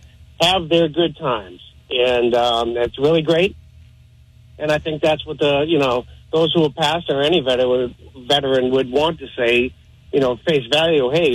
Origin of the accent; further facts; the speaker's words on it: Abington, United States; And, I do believe Abington, my hometown Abington, the cable station is playing it all weekend.